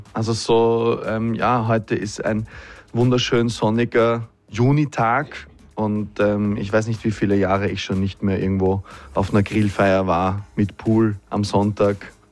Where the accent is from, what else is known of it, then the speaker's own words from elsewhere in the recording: Vienna, Austria; Also ich geboren und aufgewachsen